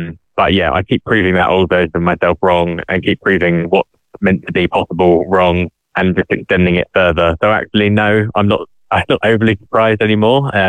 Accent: United Kingdom; a lot of the ultra marathons that I've been running have been in the UK and have been my hometown where I grew up

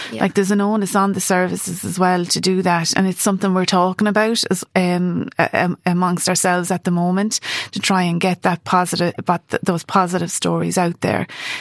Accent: Carlow, Leinster, Ireland; also born or lived in Dublin; Even though I'm from Carlow, I lived in Dublin for a while

